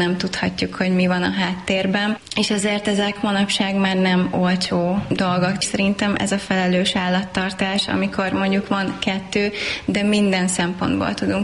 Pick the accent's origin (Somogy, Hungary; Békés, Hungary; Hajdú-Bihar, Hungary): Somogy, Hungary; Balatonlelle; moved away; Én Balatonlelléről származom, illetve ott nőttem fel. Akkoriban még megtehettük azt, nagy családi házban laktunk